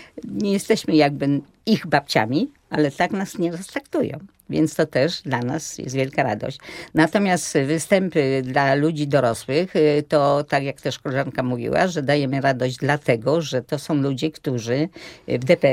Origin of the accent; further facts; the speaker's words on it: Łódź, Łódź Voivodeship, Poland; Potem, ponieważ ja z Łodzi, one z Łodzi, to zaproponowano mi, że może pochodzimy sobie po Krakowie, żeby od razu nie wracać do Łodzi.